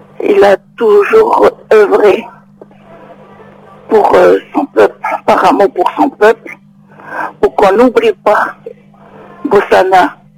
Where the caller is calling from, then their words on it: France; Moi, j'appelle de France